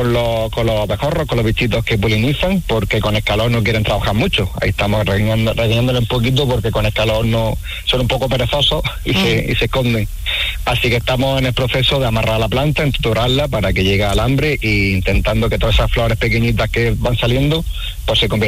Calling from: Níjar, Andalusia, Spain; yo soy agricultor, estoy en la zona de Níjar, Almería

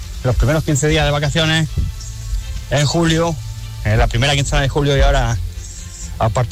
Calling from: Almería, Andalusia, Spain; Pues yo, como soy de Almería

